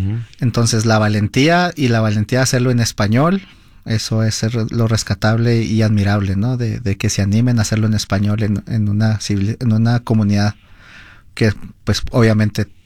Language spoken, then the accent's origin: Spanish; Mexico; Entonces trata uno de decir, ah, yo soy mexicano y también puedo escribir como ellos.